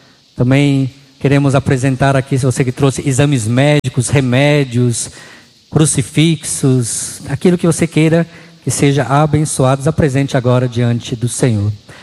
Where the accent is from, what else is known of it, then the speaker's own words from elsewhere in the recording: São José dos Campos, São Paulo, Brazil; sexta-feira estarei em São José dos Campos, minha cidade natal